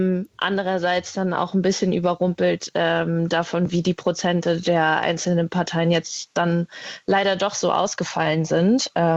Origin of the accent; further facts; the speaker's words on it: Mecklenburg-Vorpommern, Germany; Aber natürlich müssen wir auch einfach drüber reden, dass es bei uns in Mecklenburg, gerade in Nordwestmecklenburg, auch einfach zu wenig Hochschulen und Universitäten gibt.